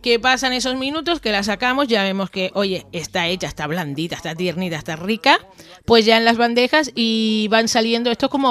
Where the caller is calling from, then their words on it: Tacoronte, Canary Islands, Spain; de Tacoronte, que por cierto, ya estamos de fiesta.